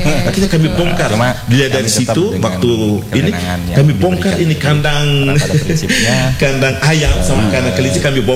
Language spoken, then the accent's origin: Indonesian; Wamena, Highland Papua, Indonesia; dulu saya masih lihat kami budaya kami orang Wamena itu di ujung rotan itu